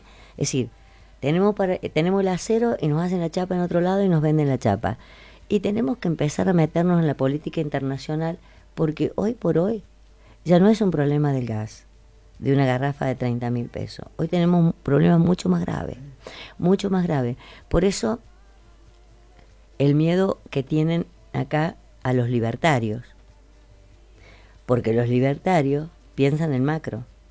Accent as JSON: {"language": "Spanish", "country": "Argentina"}